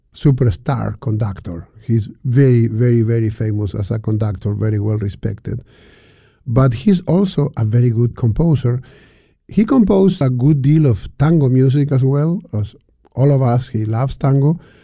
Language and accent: English; Uruguay; today with orchestral music from my home country, Uruguay.